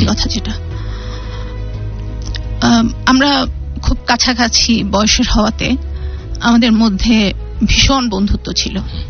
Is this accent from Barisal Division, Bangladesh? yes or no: yes; Patuakhali, Barisal Division, Bangladesh; আমার দেশের বাড়ি পটুয়াখালী।